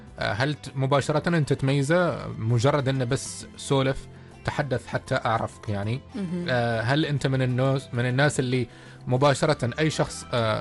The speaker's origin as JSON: {"language": "Arabic", "country": "Oman"}